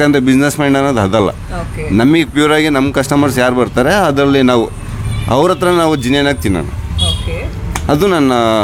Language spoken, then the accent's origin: Kannada; Shivamogga, Karnataka, India; Madam, ನಾವು total ಶಿವಮೊಗ್ಗನೇ. Shivamogga ಬಿಟ್ಟು ಎಲ್ಲೂ ಹೋಗೇ ಇಲ್ಲ. ಶಿವಮೊಗ್ಗದಲ್ಲಿ ಇಲ್ಲೇ ಹುಟ್ಟಿದ್ದು ಬೆಳೆದಿದ್ದು